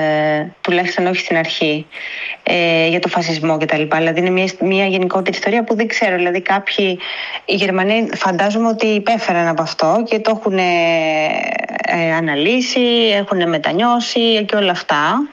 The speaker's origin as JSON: {"language": "Greek", "country": "Greece", "moved": "yes", "lives_now": "Italy", "said": "εγώ σαν Ελληνίδα"}